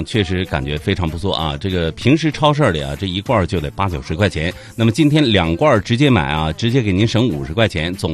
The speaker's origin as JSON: {"language": "Chinese", "region": "Northeast China", "country": "China", "accent": "Northeastern dialect"}